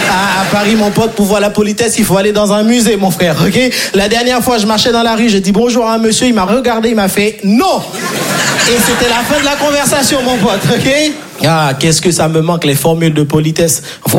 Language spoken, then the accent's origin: French; Haiti; je viens de Haïti. Est-ce que par applaudissement, tout le monde voit ce que c'est Haïti?